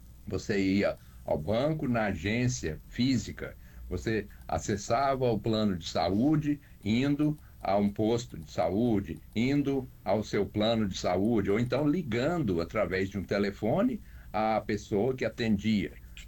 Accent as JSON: {"language": "Portuguese", "town": "Belo Horizonte", "region": "Minas Gerais", "country": "Brazil", "tie": "born there", "said": "eu nasci em Belo Horizonte, Minas Gerais."}